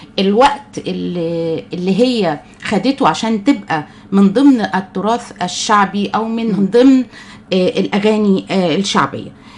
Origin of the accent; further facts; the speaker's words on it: Egypt; أيضا عندنا في مصر يمكن يكون شكل الأغنية الشعبية اللي ابتدت